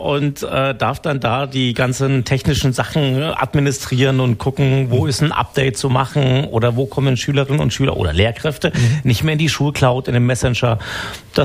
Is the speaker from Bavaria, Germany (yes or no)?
yes; Bavaria, Germany; moved away as an adult; now in Baden-Württemberg, Germany; Also ich komme ja ursprünglich aus Bayern und habe da mein Referendariat in Ingolstadt gemacht.